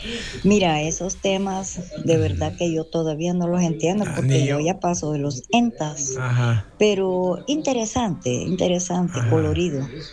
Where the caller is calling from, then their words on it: San Salvador, El Salvador; contarles que me mudé. Hoy vivo en San Salvador